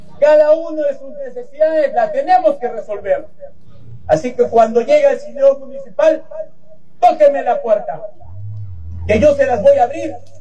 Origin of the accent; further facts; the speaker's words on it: Mollendo, Arequipa, Peru; moved away as an adult; No soy una persona que ha venido de fuera, he estado con ustedes toda la vida